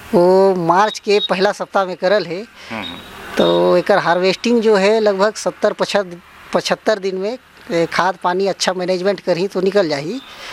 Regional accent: Surguja district, Chhattisgarh, India; मैं ग्राम पंचायत बटवाही के निवासी हूँ।

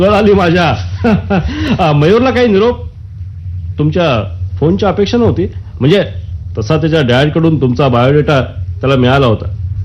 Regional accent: Mumbai, Maharashtra, India

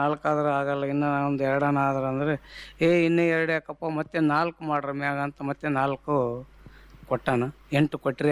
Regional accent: Raichur district, Karnataka, India

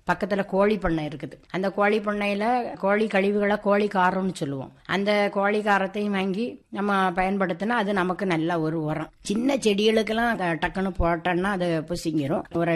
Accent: Tamil Nadu, India

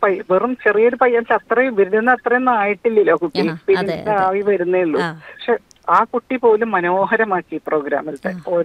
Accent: Thrissur, Kerala, India; also born or lived in Ernakulam; തൃശ്ശൂർ തന്നെ. ഞാൻ വീടും ഇവിടെയാണ്, തൃശ്ശൂർ തന്നെയാണ്.

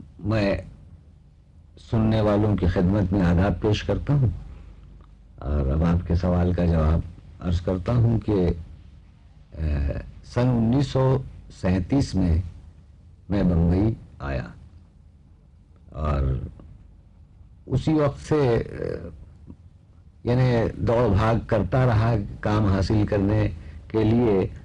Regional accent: Lucknow, Uttar Pradesh, India; लखनऊ का रहने वाला हूँ, लखनऊ में उस्ताद बब्बन साहब मरहूम अल्लाह बख्शे उनकी नवाजिश रही मुझ पर

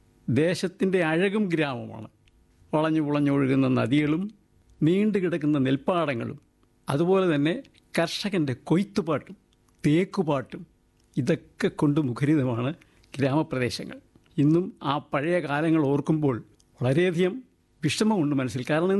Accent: Thiruvalla, Kerala, India; ഞാൻ ജനിച്ചു വളർന്നത് മധ്യ തിരുവിതാംകൂറിലെ തിരുവല്ല എന്ന് പറഞ്ഞ സ്ഥലത്താണ്. അതിനൊരു പ്രത്യേകതയുള്ളത്, കേരളത്തിൽ എവിടേക്കും യാത്ര ചെയ്യാൻ ഒരു സെൻറ്റർ, അതാണ് ഞങ്ങളുടെ നാടിൻ്റെ ഒരു സവിശേഷത.

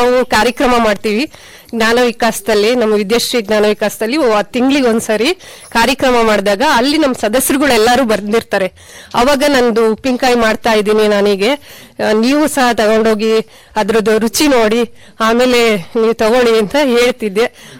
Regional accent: Gonibeedu, Karnataka, India; ಭದ್ರಾವತಿ ತಾಲೂಕು ಗೋಣಿಬೀಡು ನಮ್ಮೂರು.

